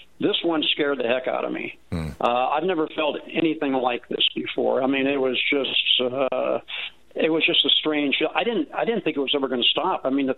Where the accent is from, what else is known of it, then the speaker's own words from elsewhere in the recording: California, United States; I grew up in California, so I'm really familiar with earthquakes. And so I was actually in Los Angeles during the 1994 Northridge quake that brought the 10 freeway down.